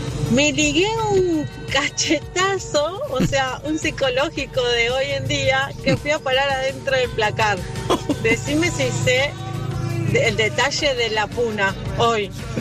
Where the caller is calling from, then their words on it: San Fernando, Buenos Aires Province, Argentina; de San Fernando.